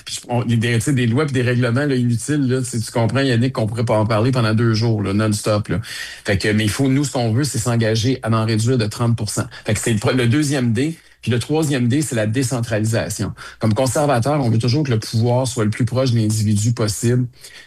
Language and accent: French; Quebec, Canada; Moi, je suis un Québécois d'abord, je suis un francophone.